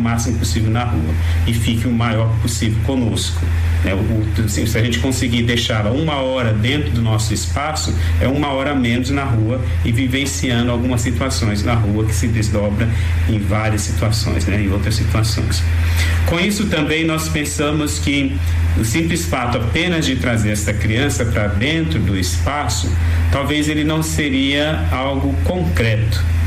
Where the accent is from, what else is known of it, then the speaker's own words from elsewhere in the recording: São Paulo, Brazil; Ele disse que eu sou de São Paulo, e tem hora que eu falo o sinal, o semáforo, né?